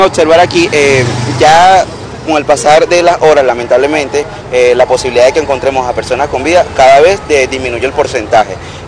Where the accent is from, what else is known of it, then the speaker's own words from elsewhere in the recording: Venezuela; me llena de orgullo ser venezolano